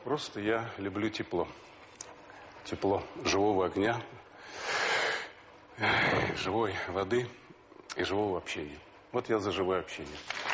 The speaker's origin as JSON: {"language": "Russian", "region": "Zabaykalsky Krai", "country": "Russia", "tie": "born or raised there", "said": "Я сам родился в 44-м году, в октябре. Родился я в Забайкалье. Это моя малая родина. Родился на 77-м разъезде, там Цугол, цугольский Дацан."}